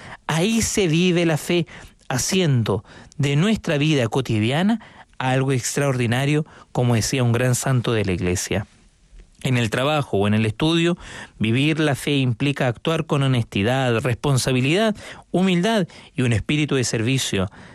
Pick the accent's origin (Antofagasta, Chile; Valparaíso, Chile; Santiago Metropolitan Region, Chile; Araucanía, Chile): Valparaíso, Chile; Le mando un saludo grande ya a la zona de Valparaíso, desde allá, porque yo soy desde allá, soy párroco del Cerro Playa Ancha, allá en la parroquia Nuestra Señora de la Medalla Milagrosa.